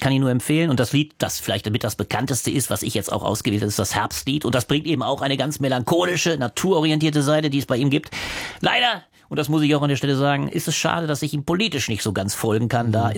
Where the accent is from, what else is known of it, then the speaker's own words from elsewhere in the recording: Germany; Und als Deutscher, meine ich, ist man nochmal dazu gehalten, zurückgehalten zu sein.